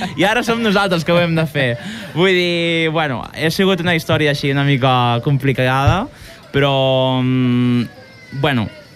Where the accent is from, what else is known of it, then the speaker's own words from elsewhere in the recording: Catalonia, Spain; born there; nosaltres som catalans, vull dir, nosaltres hem nascut aquí i tot.